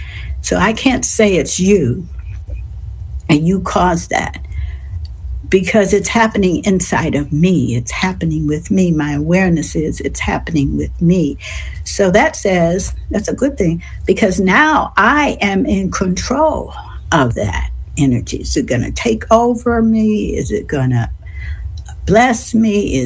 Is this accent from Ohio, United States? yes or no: no; Chicago, Illinois, United States; now in California, United States; I'm in California, but I'm praying for the person that's in Boston or Chicago, my hometown.